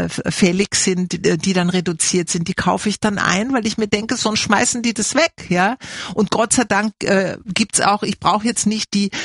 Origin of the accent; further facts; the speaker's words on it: Bielefeld, North Rhine-Westphalia, Germany; war ich in meiner Heimatstadt Bielefeld, wo ich geboren bin und zur Schule gegangen bin, mit meiner Mama unterwegs.